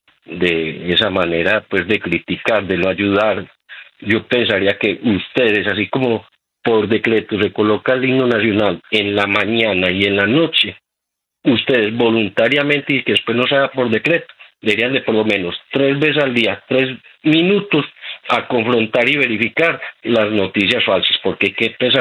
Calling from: Itagüí, Antioquia, Colombia; desde Itagüí.

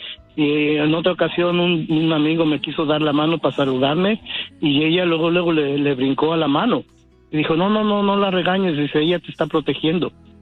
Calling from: Stockton, California, United States; Stockton.

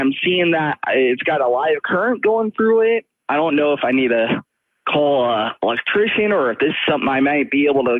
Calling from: Lincoln, Nebraska, United States; Lincoln, Nebraska.

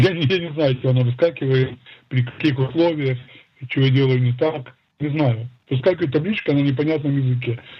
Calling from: Haifa, Haifa District, Israel; я из Хайфы.

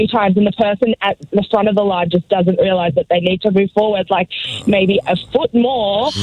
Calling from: Grovedale, Victoria, Australia; from Grovedale, I live off Torquay Highway, so I spend a lot of time going down that way

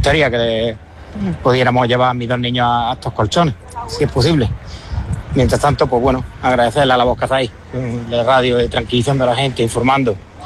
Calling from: Atarfe, Andalusia, Spain; vivo en Granada, en Atarfe.

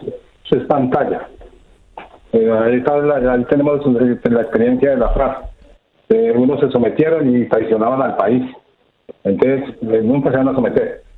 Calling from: Dosquebradas, Risaralda, Colombia; Desde aquí de Los Quebradas, Risaralda.

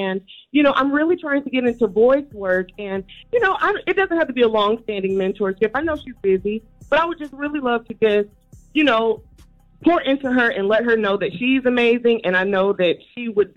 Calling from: Chicago, Illinois, United States; I'm calling from Chicago, and I just want to share my favorite Bible verse with y'all.

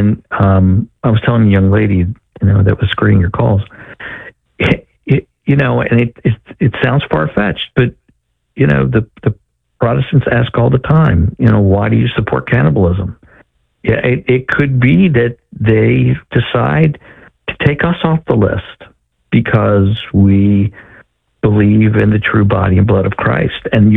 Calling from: Aberdeen, Maryland, United States; I was from Richwood, just moved to Aberdeen.

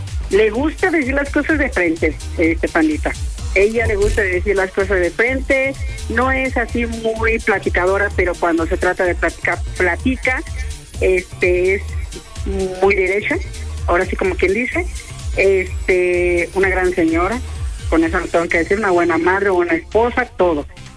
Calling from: Tecámac, State of Mexico, Mexico; En Tecámac. Tiene 2 meses mi mamá aquí conmigo.

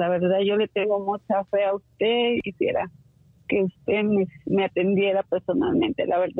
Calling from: Los Angeles, California, United States; De aquí de Los Ángeles.

